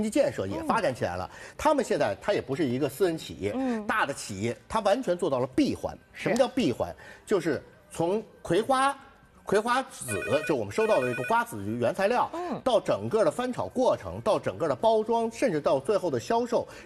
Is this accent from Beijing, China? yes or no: yes; Beijing, China; 我是北京人，北方人